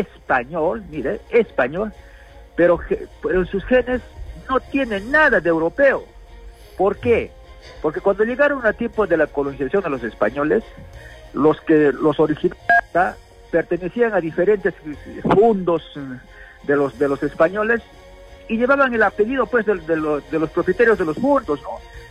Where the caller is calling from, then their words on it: Peru; nos rebaja como peruanos que somos.